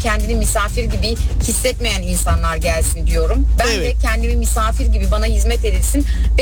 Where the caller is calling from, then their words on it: İzmir, Turkey; ben İzmir'den.